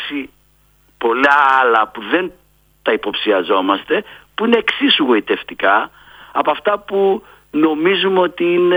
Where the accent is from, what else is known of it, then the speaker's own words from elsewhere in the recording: Thessaloniki, Central Macedonia, Greece; αφού είμαι από τη Θεσσαλονίκη.